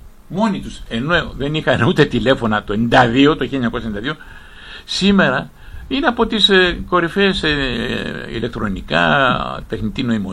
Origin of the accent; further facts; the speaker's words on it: Greece; βλέπω ότι αυτή η πατρίδα μου που με έχει κάνει υπερήφανο από το παρελθόν